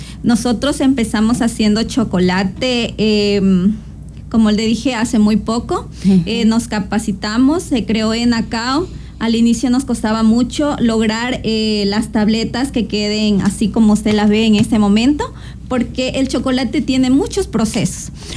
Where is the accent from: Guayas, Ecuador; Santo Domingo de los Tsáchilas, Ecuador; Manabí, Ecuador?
Santo Domingo de los Tsáchilas, Ecuador; San Jacinto del Búa; nosotros somos de San Jacinto del Búa, una parroquia rural de aquí del Cantón Santo Domingo.